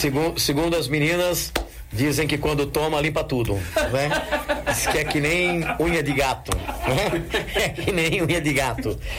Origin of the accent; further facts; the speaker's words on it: Brazil; Não, eu sou brasileiro